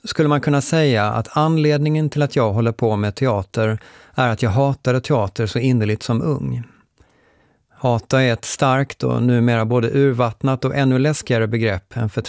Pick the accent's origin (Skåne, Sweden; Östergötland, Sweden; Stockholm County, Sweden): Skåne, Sweden; Lund; I studentstaden Lund, där jag kommer ifrån, är studentspex-traditionen stark.